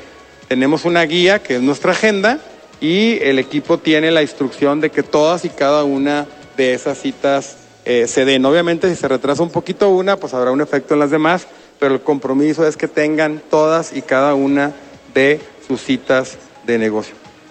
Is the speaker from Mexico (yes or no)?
yes; Chihuahua, Mexico; accent: Chihuahua